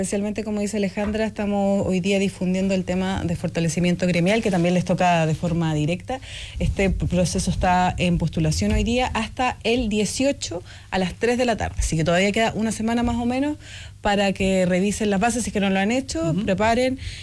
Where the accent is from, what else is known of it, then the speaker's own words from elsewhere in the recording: Coyhaique, Aysén, Chile; born there; also born or lived in Cochrane; soy ingeniero comercial de la Católica de Valparaíso, de Coyhaique. No nací en Cochrane, porque en ese tiempo, bueno, ahora tampoco, no se nacía en Cochrane, pero de allá estuve, después me vine a vivir acá